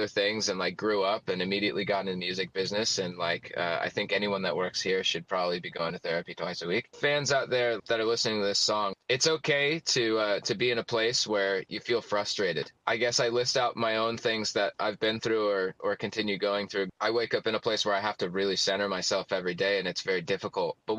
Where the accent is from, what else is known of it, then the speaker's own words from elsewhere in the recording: New Orleans, Louisiana, United States; I was born and raised in New Orleans. I went through Hurricane Katrina